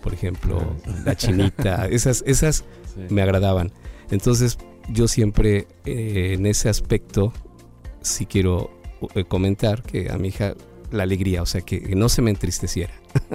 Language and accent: Spanish; Xalapa, Veracruz, Mexico; he trabajado fuera de Jalapa. Soy oriundo de Jalapa.